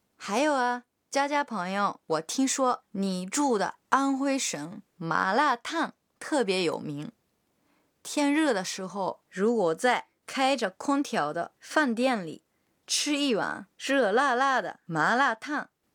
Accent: Japan; Chinese is a second language; 我作为一个日本人会感到特别开心的

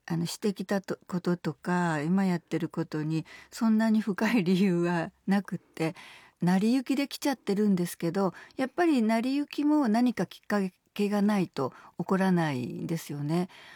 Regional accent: Osaka, Japan; また大阪に帰ってきて

